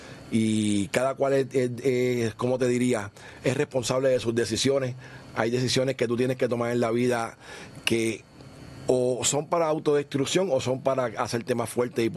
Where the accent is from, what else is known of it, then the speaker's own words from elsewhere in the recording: Carolina, Puerto Rico; Nací en Carolina, Puerto Rico, en el 75.